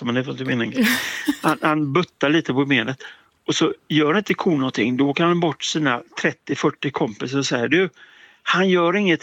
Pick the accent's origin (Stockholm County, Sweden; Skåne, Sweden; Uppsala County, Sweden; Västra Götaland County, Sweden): Västra Götaland County, Sweden; Gothenburg; now in Hammarö, Sweden; Alltså, jag bor på Hammarö men jag är göteborgare.